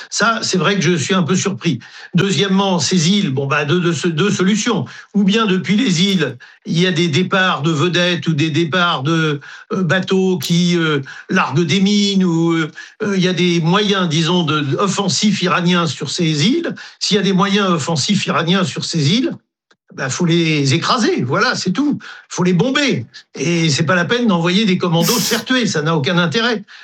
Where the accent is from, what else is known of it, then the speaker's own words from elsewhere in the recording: French Guiana; comme Kourou chez nous en Guyane ou comme Canaveral.